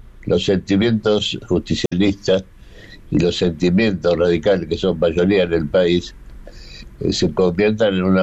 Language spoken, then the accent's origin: Spanish; Argentina; Ahí somos todos argentinos